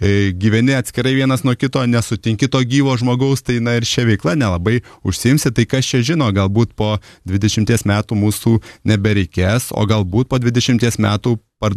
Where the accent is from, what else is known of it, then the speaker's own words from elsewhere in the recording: Alytus, Alytus County, Lithuania; now in Vilnius, Lithuania; iš Vilniaus į savo gimtąją Alytų nuėjęs su broliu per keletą dienų.